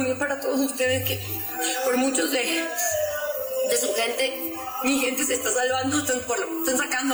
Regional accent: Venezuela; pero esto nos sirve para unirnos como venezolanos y que vean que no existe política, que somos un pueblo

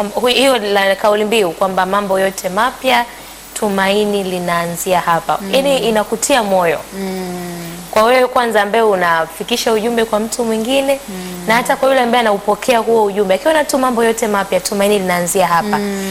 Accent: Chato, Geita, Tanzania; natokea Mwekako Chato.

